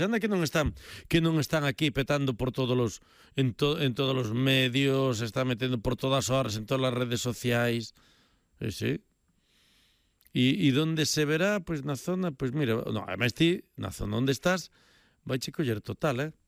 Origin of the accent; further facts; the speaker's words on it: Xunqueira, Galicia, Spain; Sabes como vou celebrar a festa Xunqueira, as festas patronales do meu pobo?